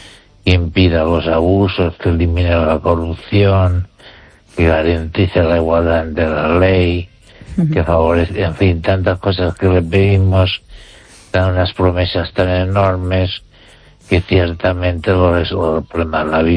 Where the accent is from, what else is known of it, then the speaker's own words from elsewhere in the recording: Spain; Y no quiero ser recordado como una persona chacosa, sino como un español que razona.